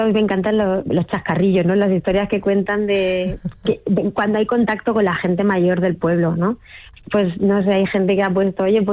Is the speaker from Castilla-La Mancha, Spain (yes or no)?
yes; Letur, Castilla-La Mancha, Spain